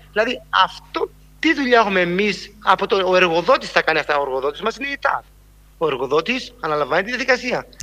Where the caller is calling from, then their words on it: Rhodes, South Aegean, Greece; έχω γυρίσει ντοκιμαντέρ με τη γυναίκα μου στη Ρόδο για να αναδείξω το νησί μου.